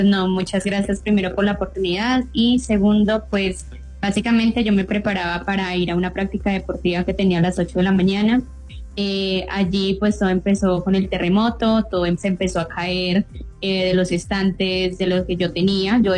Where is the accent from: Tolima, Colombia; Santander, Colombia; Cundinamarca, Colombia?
Tolima, Colombia; now in Manizales, Colombia; Sí, yo vengo originalmente del Tolima, pues yo vine más que todo a Manizales porque es una ciudad muy tranquila